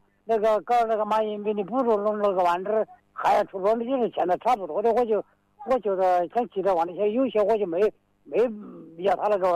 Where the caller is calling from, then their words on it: Zhongxiang, Hubei, China; 我是中祥啊，石牌镇呢。